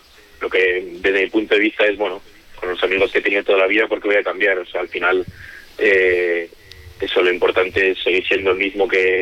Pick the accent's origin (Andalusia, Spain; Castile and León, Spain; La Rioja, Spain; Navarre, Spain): La Rioja, Spain; Aldanueva de Ebro; born there; moved away as an adult; also born or lived in Calahorra / Logroño; now in Madrid, Spain